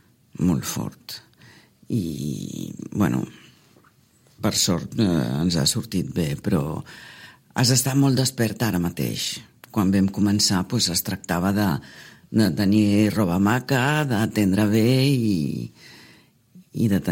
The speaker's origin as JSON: {"language": "Catalan", "country": "Belgium", "tie": "born or raised there", "moved": "as an adult", "lives_now": "Sitges, Spain", "said": "Que jo he nascut i crescut a Bèlgica. Uh-huh. I vaig conèixer el meu home i viure a Sitges amb ell, treballar junts."}